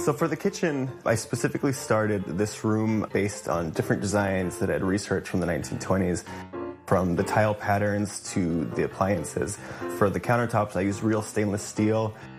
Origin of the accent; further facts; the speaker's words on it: Alhambra, California, United States; Ever since I was a kid, growing up in Alhambra, it was always something that I saw all these different styles of architecture